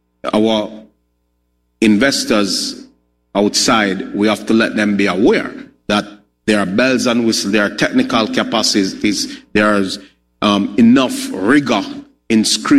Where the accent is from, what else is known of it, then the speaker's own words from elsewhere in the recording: Jamaica; I'm coming from Jamaica.